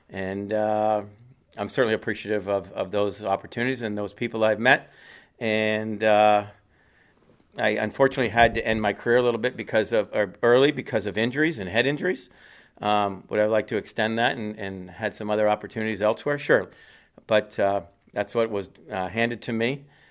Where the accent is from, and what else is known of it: Chatham, Ontario, Canada; born or raised there